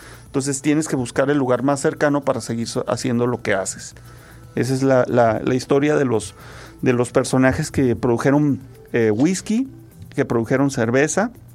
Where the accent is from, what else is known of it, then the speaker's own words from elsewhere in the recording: Tijuana, Baja California, Mexico; más que muchas, muchas familias que somos tijuanenses.